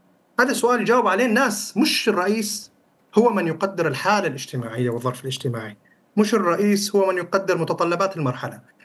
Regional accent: Syria; هم غالبا وفق كل ما وثقناه كسوريين منتهكين

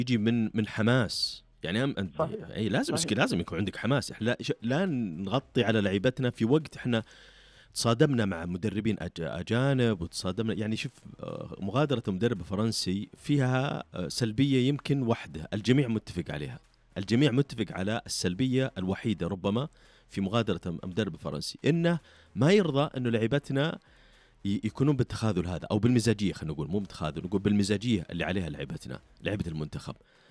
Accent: Saudi Arabia

